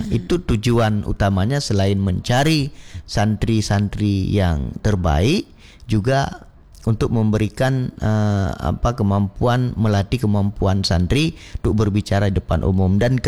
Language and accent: Indonesian; Aceh, Indonesia; dalam tradisi kita Aceh